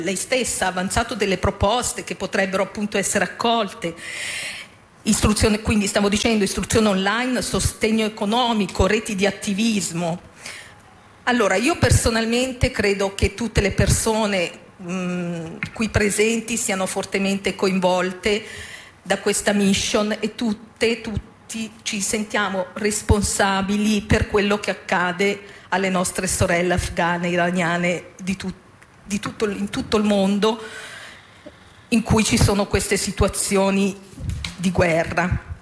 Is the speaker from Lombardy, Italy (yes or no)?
yes; Milan, Lombardy, Italy; io sono di Milano